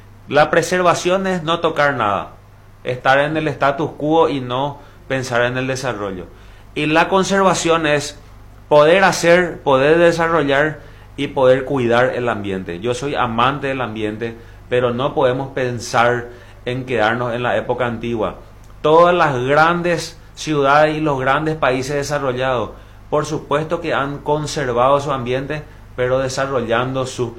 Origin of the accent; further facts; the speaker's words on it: Paraguay; todos somos paraguayos